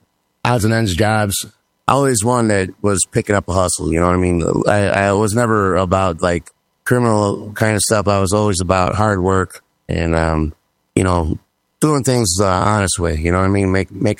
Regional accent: Franklin Park, Illinois, United States; also born or lived in Tennessee / Florida; now in Northwest Indiana, United States; I was born September 26, 1974. I'm native from Chicago suburbs, Franklin Park, Illinois.

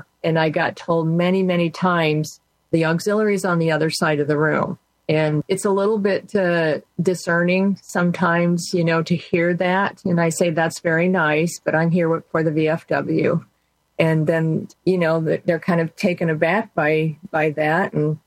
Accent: Iowa, United States; reserves again back in Iowa. So I was very, very fortunate. I could, you know, stay basically in my home state

